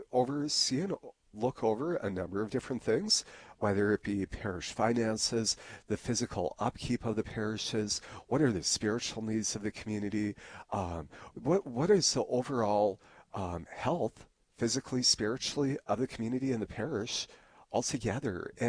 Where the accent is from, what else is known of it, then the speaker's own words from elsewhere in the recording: Harvey, North Dakota, United States; you know, I grew up in Harvey, North Dakota. My mother and stepfather live north of Animus.